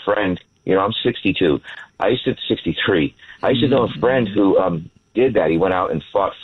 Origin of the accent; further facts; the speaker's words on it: Hawaii, United States; In Hawaii, I grew up in Hawaii.